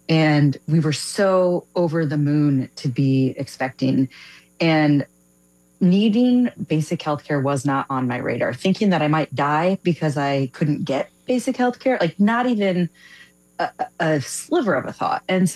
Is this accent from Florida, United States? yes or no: no; Fort Wayne, Indiana, United States; now in Austin, United States; I do live in Texas, but I do just want to shout out. I grew up in Indiana, so fellow Midwesterner up in here.